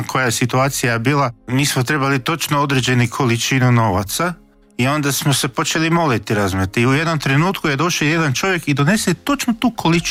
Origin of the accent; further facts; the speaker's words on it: Croatia; pogotovo kod nas u Hrvatskoj